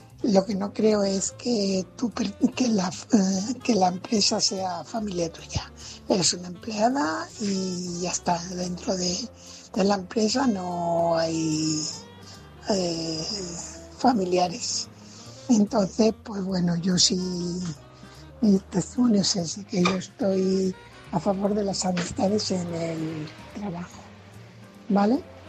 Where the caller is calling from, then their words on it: Fuenlabrada, Community of Madrid, Spain; corresponsal de Fuenlabrada.